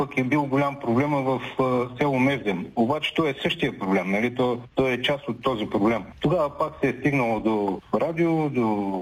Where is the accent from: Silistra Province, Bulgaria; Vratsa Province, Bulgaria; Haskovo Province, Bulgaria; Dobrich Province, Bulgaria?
Silistra Province, Bulgaria; Dulovo; Аз съм жител на някакво село, аз съм от Дулово